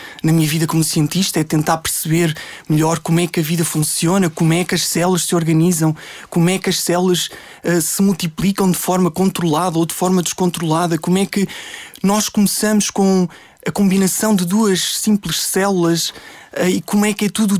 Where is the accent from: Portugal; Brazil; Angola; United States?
Portugal; Carrazedo de Montenegro, Vila Real; Portanto, eu sou de Carrasel Montenegro, que é, aliás, é uma vila que pertence à freguesia de Carrasel Montenegro, concelho de Valpaços.